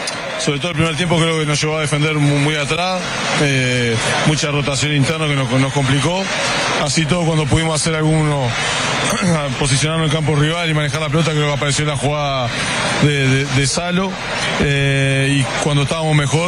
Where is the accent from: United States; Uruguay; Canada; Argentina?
Uruguay; nosotros también, pues somos uruguayos